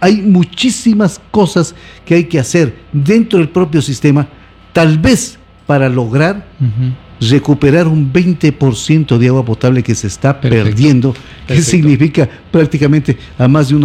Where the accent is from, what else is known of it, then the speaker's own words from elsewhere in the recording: Loja, Ecuador; born there; Yo también nací aquí en Loja, vivo aquí en Loja